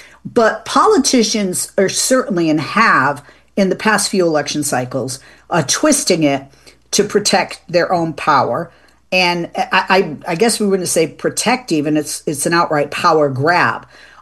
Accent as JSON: {"language": "English", "town": "Boston", "region": "Massachusetts", "country": "United States", "tie": "born or raised there", "said": "I'm from Boston, right? Born, bred, raised in Massachusetts."}